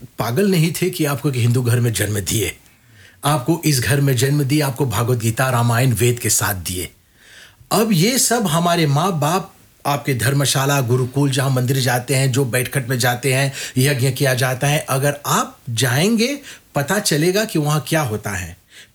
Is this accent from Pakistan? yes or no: no; Lalmatie, Flacq, Mauritius; मैं लालमाटी वासी हूँ